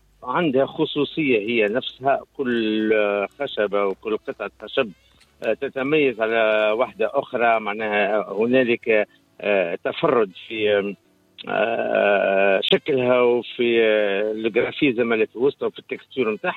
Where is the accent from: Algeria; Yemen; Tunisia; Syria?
Tunisia; هو أكبر ميتينج عندنا في تونس